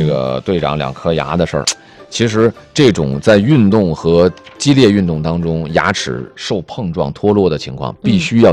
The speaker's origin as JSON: {"language": "Chinese", "region": "Northeast China", "country": "China", "tie": "born or raised there", "moved": "yes", "said": "再过2天我老家就该供暖了。"}